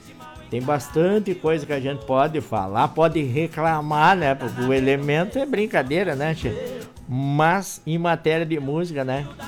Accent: Rio Grande do Sul, Brazil; o frio faz parte pra nós, né, que somos gaúchos aí

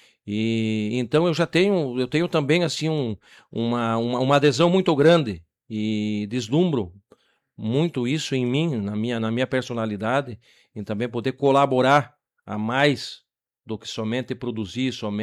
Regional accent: Cruz Alta, Rio Grande do Sul, Brazil; born there; also born or lived in Fortaleza dos Valos; now in Itaíba, Brazil; eu sou natural do município de Cruz Alta.

